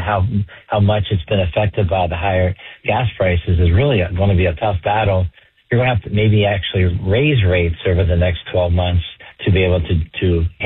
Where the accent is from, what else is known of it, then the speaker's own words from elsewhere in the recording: United States; as an American.